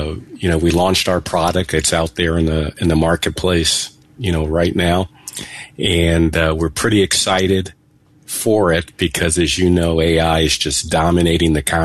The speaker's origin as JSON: {"language": "English", "town": "Hartford", "region": "Connecticut", "country": "United States", "tie": "born or raised there", "also_born_or_lived": "Ohio", "moved": "yes", "lives_now": "Chicago, United States", "said": "Born in Ohio, grew up in Connecticut."}